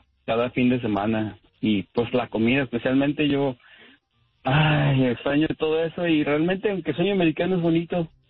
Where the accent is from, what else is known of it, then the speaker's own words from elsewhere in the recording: Guadalajara, Jalisco, Mexico; now in United States; Yo soy de Guadalajara. Mm. Y extraño, y por tanto que tengas aquí el sueño americano, ay, Dios mío.